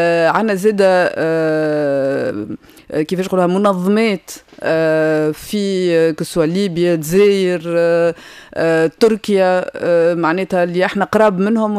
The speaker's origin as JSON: {"language": "Arabic", "country": "Tunisia"}